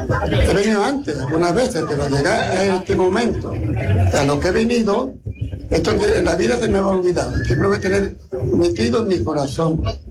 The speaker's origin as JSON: {"language": "Spanish", "town": "Palma del Río", "region": "Andalusia", "country": "Spain", "tie": "born or raised there", "moved": "yes", "said": "para poder hablar en mi pueblo y con mi paisano y paisana. Vengo esta noche aquí después de muchos años, que tuve que salir de Palma del Río"}